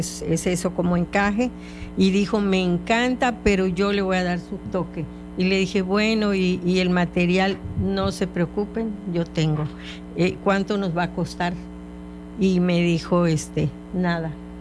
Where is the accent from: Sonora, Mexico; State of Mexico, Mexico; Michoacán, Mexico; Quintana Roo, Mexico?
Quintana Roo, Mexico; Cozumel; Ah, mira, yo soy de Cozumel y vengo a representarla.